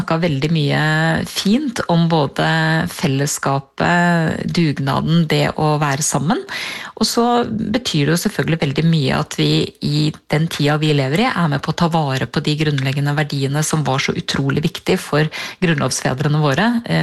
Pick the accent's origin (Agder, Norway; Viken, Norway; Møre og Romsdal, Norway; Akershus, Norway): Akershus, Norway; Strømmen; Ikke akkurat i Oslo, men på Strømmen der jeg vokste opp, så var det alltid 17. mai-feiring nede på skolen